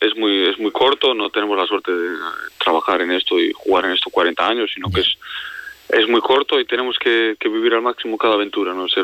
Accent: Logroño, La Rioja, Spain; moved away

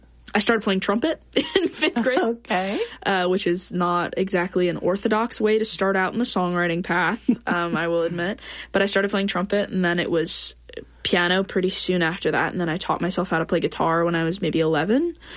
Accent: Granite City, Illinois, United States; So I grew up in Granite City, Illinois, which is this tiny little steel mill town right outside of St. Louis.

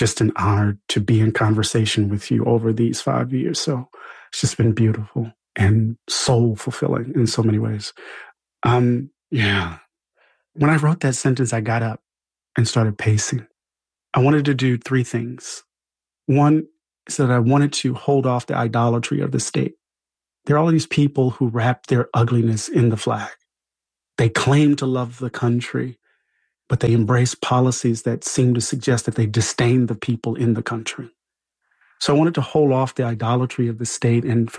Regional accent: Mississippi, United States; I'm from Mississippi.

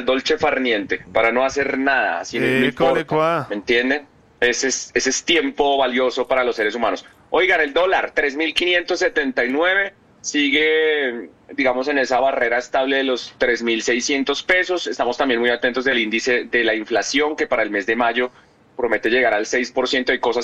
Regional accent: Colombia

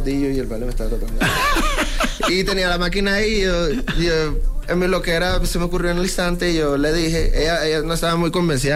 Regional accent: Colombia; Creo que eso es algo que nosotros como colombianos también nos disfrutamos, y si viajamos a algún otro lugar de Colombia también sabemos cómo disfrutarnos la música

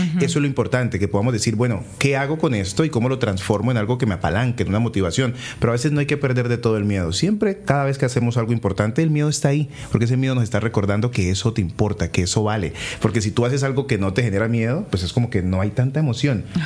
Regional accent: Cali, Valle del Cauca, Colombia; also born or lived in Mexico

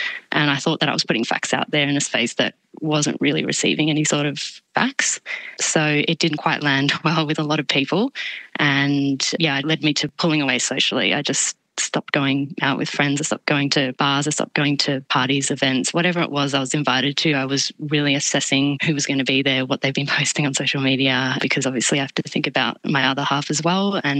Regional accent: Australia; we both come from varied cultural backgrounds. I'm Greek Australian myself, and something that I'm very proud of.

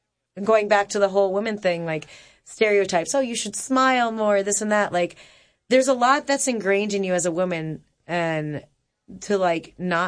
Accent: Rhode Island, United States; I grew up in Rhode Island, and my friend Deneed would come over

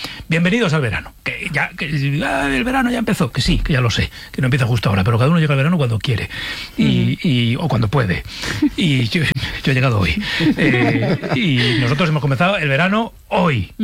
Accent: Navarre, Spain

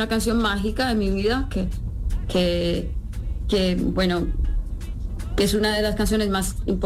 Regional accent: Barranquilla, Atlántico, Colombia; a mi Colombia, a mi tierra, a mi gente de Barranquilla

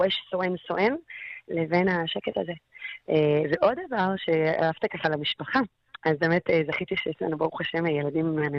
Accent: Givat Shmuel, Central District, Israel; moved away as an adult; also born or lived in Mitzpe Ramon; גדלתי במרכז, בגבעת שמואל, וכולי כזה ילדת מרכז, לא רואה נוף ממטר, יותר קניונים כזה.

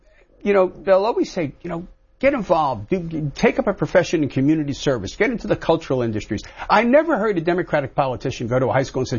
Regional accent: Elmont, New York, United States; I grew up in Elmont, went to Sewanaka High School.

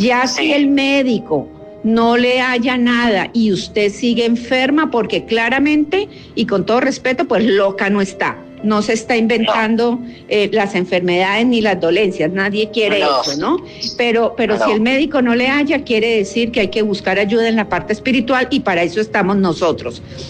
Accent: Mexico; Muy bien, yo soy mexicana, como le digo, tengo 30 años de experiencia.

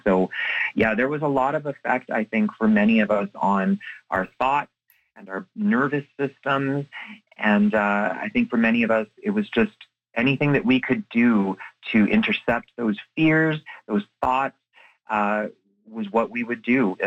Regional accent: Flin Flon, Manitoba, Canada; born or raised there

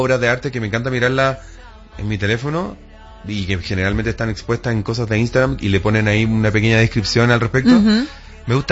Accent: Santiago, Santiago Metropolitan Region, Chile; Entonces yo siempre tendría que decir, o lo más probable es que diga, vengo de Santiago de Chile.

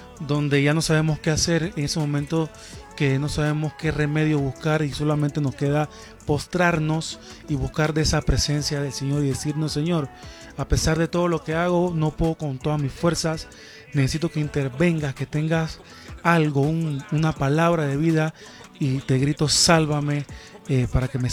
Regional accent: Panama; La neverita, le decimos en mi país también.

